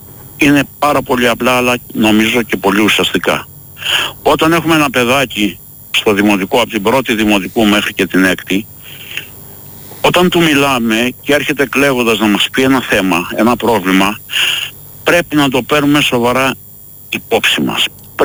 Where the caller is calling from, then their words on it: Ilioupoli, Attica, Greece; από την Ηλιούπολη.